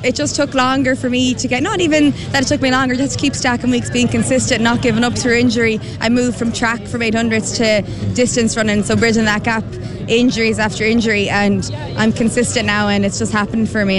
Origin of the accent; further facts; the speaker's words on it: Galway, Connacht, Ireland; now in Dublin, Ireland; I'm there every day of the week, but I'm from Galway. I live in Dublin.